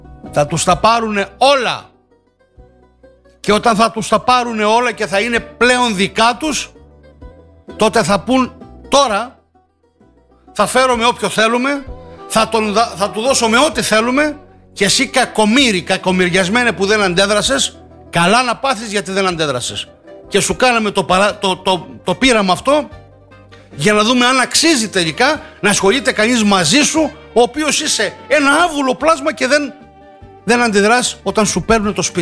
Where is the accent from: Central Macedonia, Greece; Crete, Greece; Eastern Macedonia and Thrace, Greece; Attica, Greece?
Crete, Greece; Μένα το χωριό μου να μείνει ελληνικό και κριτικό στην Κρήτη που είμαι, με ενδιαφέρει.